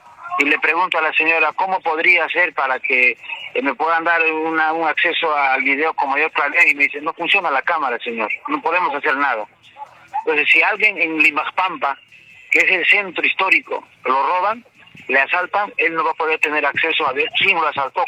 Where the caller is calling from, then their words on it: Cusco, Peru; yo me siento muy indignado como cusqueño